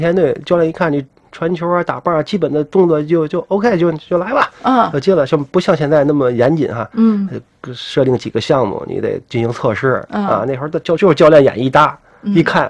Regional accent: Tianjin, China

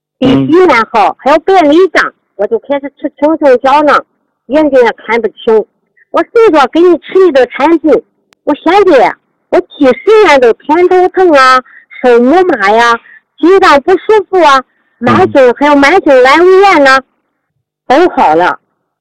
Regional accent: Nanyang, Henan, China; now in Shenzhen, China; 我在深圳住，我老家是河南南阳的

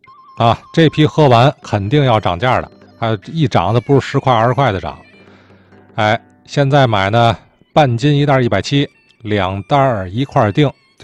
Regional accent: Tianjin, China; 咱们天津人从小就喝的那个花茶啊

